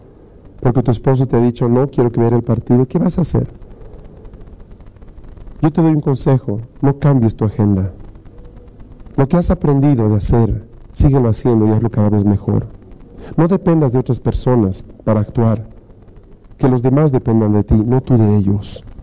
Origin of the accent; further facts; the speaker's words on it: Bolivia; Ese es el enemigo que tenemos por grupo, como bolivianos.